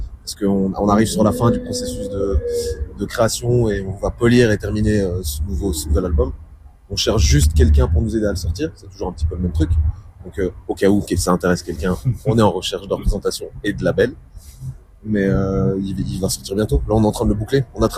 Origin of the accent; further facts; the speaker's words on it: Brussels, Brussels-Capital Region, Belgium; on est toujours très fiers de dire qu'on vient de Bruxelles et on veut représenter notre ville